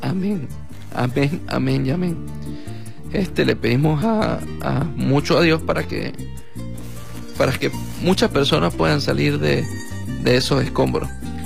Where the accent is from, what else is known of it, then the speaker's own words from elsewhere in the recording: Venezuela; Es increíble, en verdad, lo que somos los venezolanos.